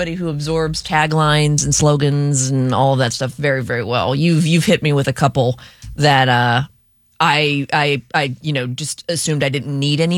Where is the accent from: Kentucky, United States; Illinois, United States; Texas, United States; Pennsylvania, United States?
Pennsylvania, United States; Shaler; Same for me as a Shaler girl.